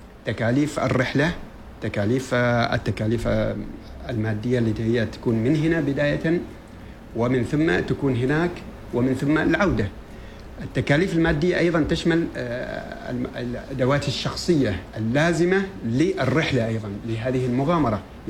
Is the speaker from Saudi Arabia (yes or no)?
no; Oman; إحنا فريق عماني، عمانيون أصليون